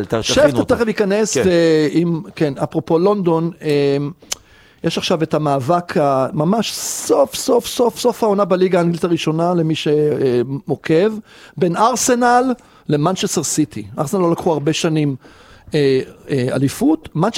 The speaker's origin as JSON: {"language": "Hebrew", "town": "Tel Aviv", "region": "Tel Aviv District", "country": "Israel", "tie": "born or raised there", "said": "בילדות שלי, פרופסור שור בתל אביב, צפון תל אביב."}